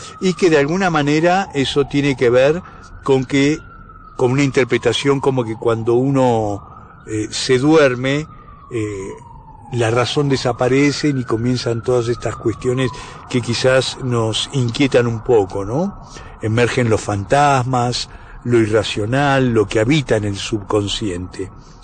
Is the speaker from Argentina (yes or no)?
yes; Argentina; compositor y violonchelista argentino.